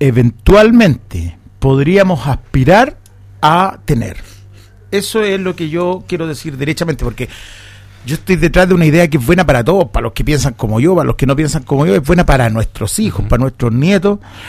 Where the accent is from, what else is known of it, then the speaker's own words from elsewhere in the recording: Los Andes Province, Valparaíso, Chile; yo, que soy andino de la provincia de los Andes, calle Larguino de corazón, pero de la Aconcagua fundamentalmente